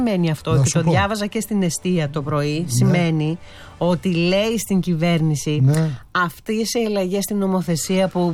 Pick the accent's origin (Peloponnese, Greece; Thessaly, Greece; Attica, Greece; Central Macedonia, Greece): Central Macedonia, Greece; Lagkadas; αλλιώς θα πω είμαι από το Λαγκαδά.